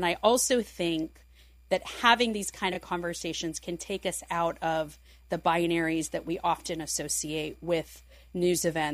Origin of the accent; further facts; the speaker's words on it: Miami, Florida, United States; born there; also born or lived in Midwest; whether that's like the fact that I was born in Miami and my parents are immigrants, or I lived in the Midwest for 10 years and all of my schooling was pretty much in the Midwest, or I'm Presbyterian.